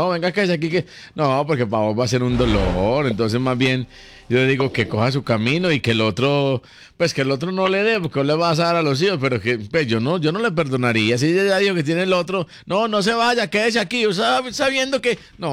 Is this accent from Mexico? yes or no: no; Gómez Plata, Antioquia, Colombia; Ese es mi terruño.